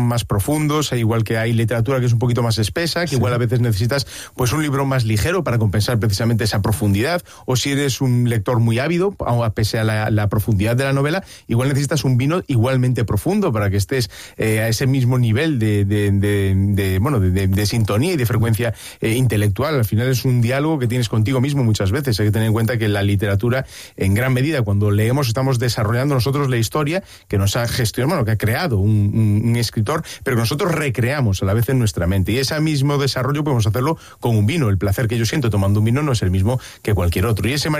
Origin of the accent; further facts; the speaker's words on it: Galicia, Spain; Como buen gallego, depende.